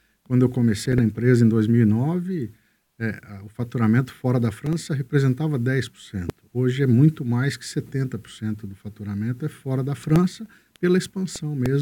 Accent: Londrina, Paraná, Brazil; also born or lived in Curitiba; Eu sou natural de Londrina

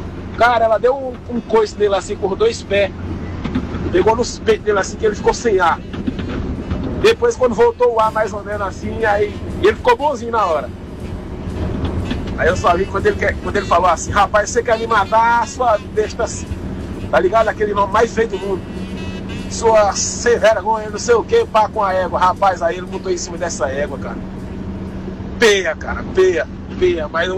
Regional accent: Pernambuco, Brazil; now in São Paulo, Brazil; Sou lá do Pernambuco, mas tô morando aqui em São Paulo hoje em dia.

